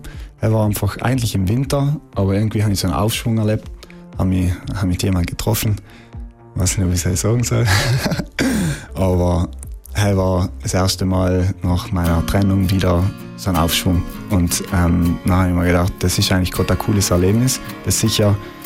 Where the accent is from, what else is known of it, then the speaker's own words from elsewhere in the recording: Merano, Trentino-Alto Adige, Italy; now in Innsbruck, Austria; Ich komme aus Meran und jetzt inzwischen lebe ich in Innsbruck. Bin gerade aus Budapest zurückgekommen, in einem Auslandssemester